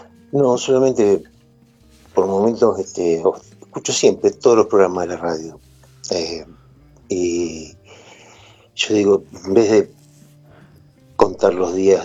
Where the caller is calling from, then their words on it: Mar del Plata, Buenos Aires Province, Argentina; Yo soy acá de Mar del Plata